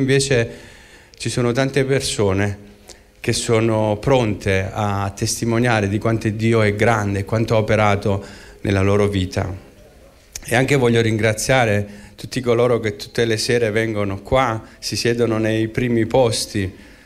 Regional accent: Naples, Campania, Italy; now in Reggio Emilia, Italy; Io non sono di Monte San Giacomo, sono napoletano, anche se vivo a Reggio Emilia.

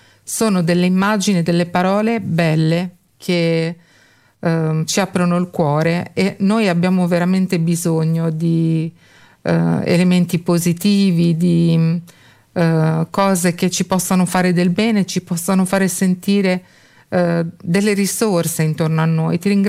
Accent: Bologna, Emilia-Romagna, Italy; Io sono cresciuta a Bologna

